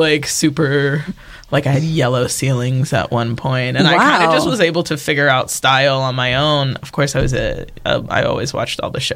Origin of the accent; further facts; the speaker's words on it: Kentucky, United States; I grew up in Kentucky